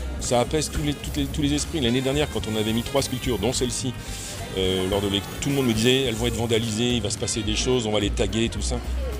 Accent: Troyes, Grand Est, France; born there; je suis né à Troyes

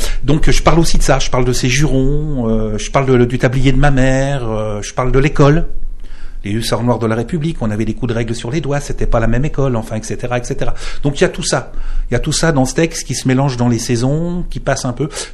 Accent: Verdun, Grand Est, France; born there; je suis né à Verdun et que c'est pas une ville simple.

